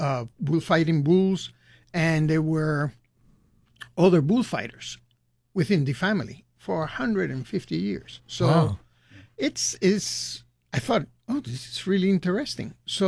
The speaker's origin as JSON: {"language": "English", "country": "Peru", "tie": "born or raised there", "moved": "yes", "said": "I grew up in Peru. Never been a big avid bullfighter, but I've been to bullfights. There's no way you can grow in Peru and not have seen one."}